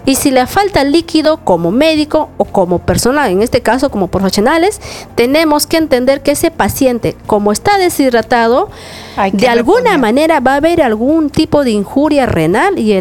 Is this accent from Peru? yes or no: yes; Mazamari, Junín, Peru; Así es. Bueno, yo vengo desde Mazamari.